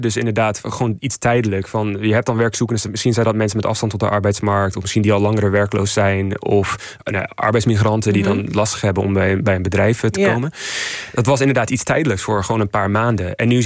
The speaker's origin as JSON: {"language": "Dutch", "country": "Canada", "moved": "yes", "said": "ik kom oorspronkelijk uit Canada."}